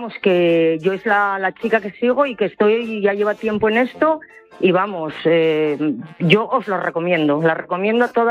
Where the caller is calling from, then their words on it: Asturias, Spain; llamo desde Asturias